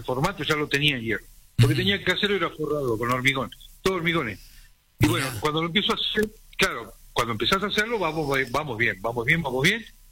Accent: Neuquén, Argentina; also born or lived in El Maitén; Soy, como les conté, soy nacido en el Maltén, Chubut, provincia de Chubut. A ferroviario lo mandan trasladado acá a Neuquén.

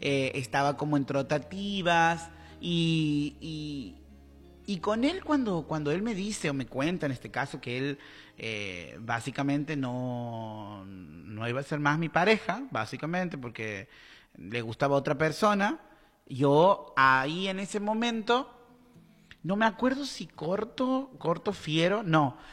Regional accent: El Salvador; Soy guanaca

